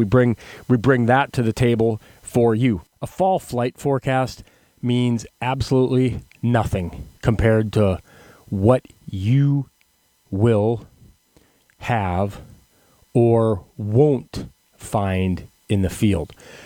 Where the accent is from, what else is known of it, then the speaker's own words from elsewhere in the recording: Valley City, North Dakota, United States; also born or lived in Williston; I am a North Dakota native. I began my career, well, across the state. So I was born in Williston. I lived in Lemoore. I went to high school in Valley City